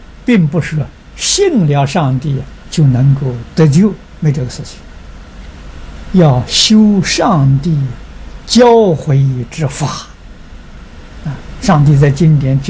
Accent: China; 忉利天，我们中国人称这个天主啊叫玉皇大帝

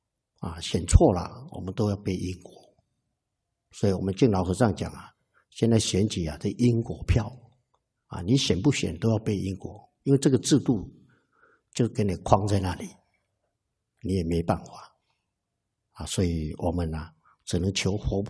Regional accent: Taiwan

